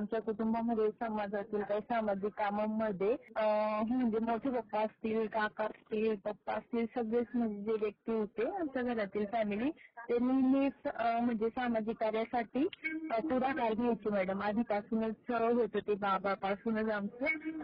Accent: Sakri, Maharashtra, India; मी खान्देशकडचे आहे. तर खान्देश मधील जिल्हा आहे तेथील साक्री तालुक्यातील मी आहे.

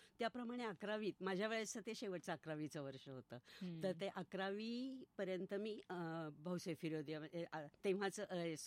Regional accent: Ahmednagar, Maharashtra, India; माझं बालपण पटांगण गल्ली दिल्ली गेटच्या शेजारी जिथे आहे, अभ्यासाशी कधी संबंध नाही आला.

